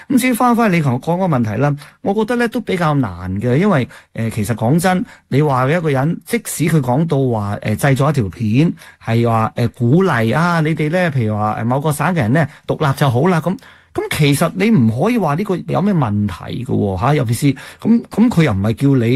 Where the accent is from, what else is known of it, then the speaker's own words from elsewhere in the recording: Canada; 我哋加拿大人